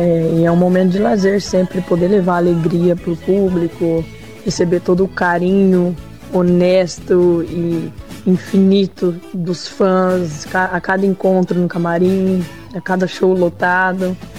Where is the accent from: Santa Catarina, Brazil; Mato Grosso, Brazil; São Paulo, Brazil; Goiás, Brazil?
Mato Grosso, Brazil; Cuiabá; lá na minha cidade natal, que é Cuiabá, no Mato Grosso.